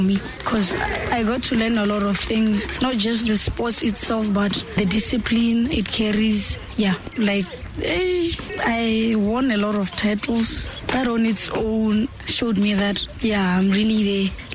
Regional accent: Central District, Botswana; it's not like I'm from Mahalape. I'm from a village called Mueng.

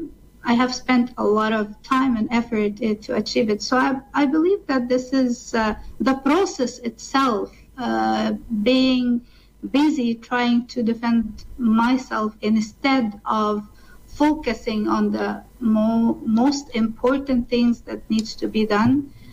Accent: Canada; I am as a Canadian and a free woman and a Muslim. So I'm very proud of being a Muslim and a Canadian.

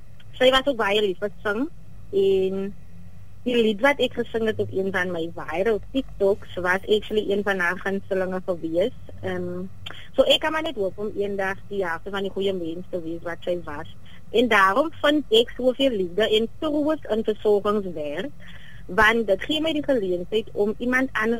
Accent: Albertinia, Western Cape, South Africa; born or raised there; also born or lived in George

